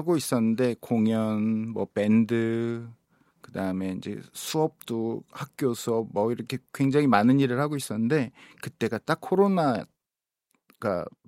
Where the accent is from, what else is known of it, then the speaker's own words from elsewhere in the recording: Seoul, South Korea; moved away as an adult; also born or lived in Incheon; now in Jeonju, South Korea; 저 서울에서 왔습니다.